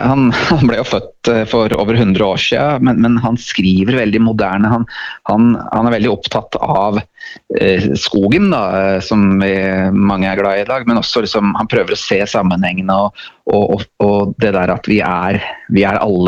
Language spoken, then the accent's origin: Norwegian; Elverum, Innlandet, Norway; Jeg er en visesanger fra Elverum som har holdt på profesjonelt i 12-14 år